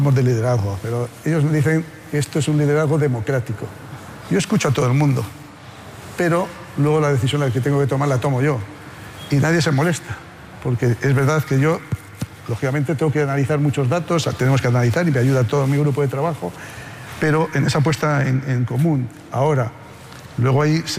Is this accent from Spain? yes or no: yes; Haro, La Rioja, Spain; yo en mi pueblo, en Haro, en La Rioja, era del Athletic Club de Bilbao, como aficionado